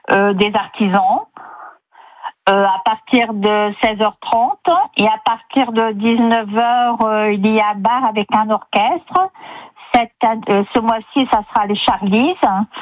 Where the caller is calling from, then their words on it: La Flamengrie, Hauts-de-France, France; moi, la maison en face, elle est belge. Et moi, je suis en France.